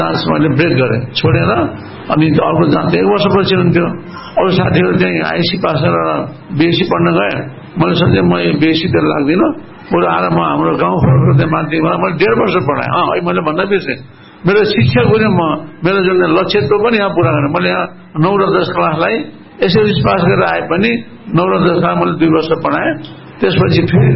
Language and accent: Nepali; Shuklagandaki, Gandaki Province, Nepal; मेरो यो क्षेत्रमा जहाँ म हुर्केको, जहाँ म जन्मेँ हुर्केँ त्यो क्षेत्रमा मेरो चिकित्सा सेवा अहिले पनि कन्टिन्यू छ।